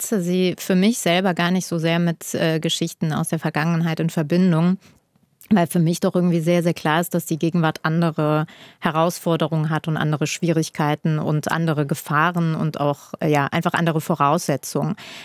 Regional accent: Germany; born there; ich bin in Deutschland geboren, meine Eltern haben in Deutschland Schutz bekommen als politische Verfolgte.

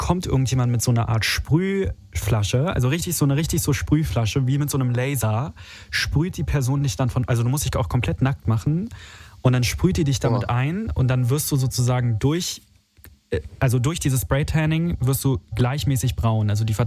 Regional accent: Berlin, Germany; ich komme ja aus Berlin, ich kenne das nur in Berlin.

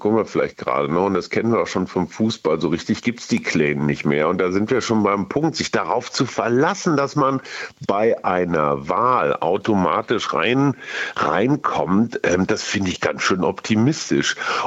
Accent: Germany; Wir fühlen uns ja schon auch ganz schön dufte als Deutsche.

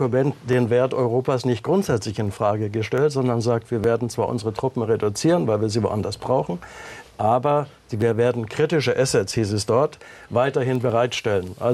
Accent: Germany

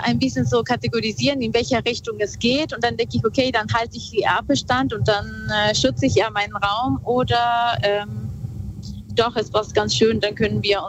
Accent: north, Peru; komme ursprünglich aus Peru. Ich bin im Norden von Peru aufgewachsen und da gab es sehr viel Natur

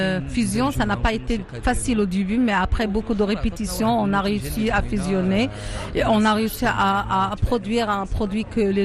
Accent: Agadir, Souss-Massa, Morocco; je suis d'Agadir et c'est ma première participation au festival et je suis honoré de faire partie de ce bel festival

